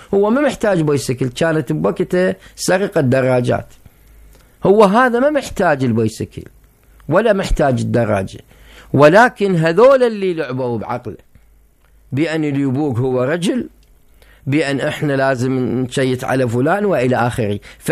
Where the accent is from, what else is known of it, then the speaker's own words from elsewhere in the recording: Iraq; صارت ظاهرة عندنا بالعراق